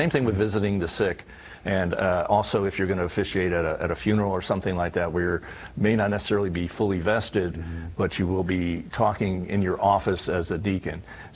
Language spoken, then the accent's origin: English; Pennsylvania, United States; now in New Jersey, United States; a permanent deacon in New Jersey. I grew up in Pennsylvania. And so I knew about deacons.